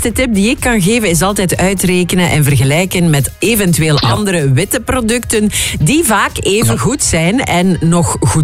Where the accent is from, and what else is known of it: Belgium